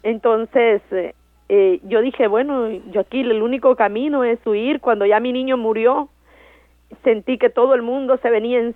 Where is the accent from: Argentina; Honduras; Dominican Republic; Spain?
Honduras; La Lima, Cortés; moved away as an adult; aquí se le dice tetera, en mi país se le dice pepe a las leches.